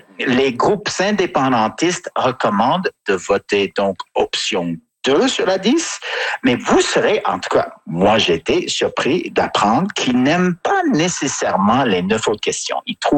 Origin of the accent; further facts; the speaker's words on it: Quebec, Canada; en tant que Québécois